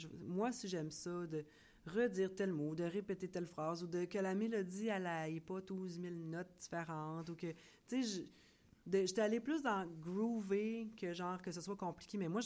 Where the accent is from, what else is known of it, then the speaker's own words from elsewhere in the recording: Quebec, Canada; on a donc bien un accent. Hey, on est québécois ou on est francophone.